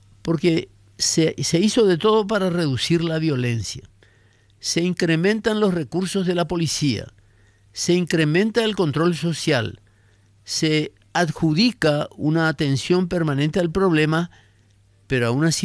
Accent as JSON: {"language": "Spanish", "country": "Paraguay"}